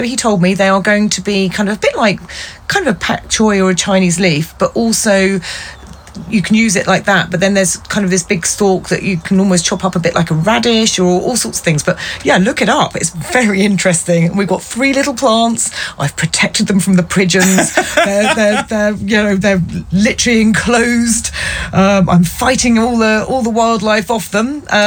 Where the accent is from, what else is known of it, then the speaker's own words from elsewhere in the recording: England, United Kingdom; Everyone loves being English and talking about the weather